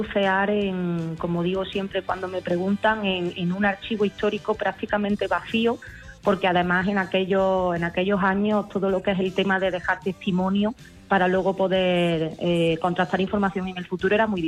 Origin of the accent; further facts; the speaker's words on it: Córdoba, Andalusia, Spain; now in Madrid, Spain; yo soy cordobesa, aunque actualmente vivo en Madrid, pero bueno, aparte tengo ahí una parte de sangre que me tira porque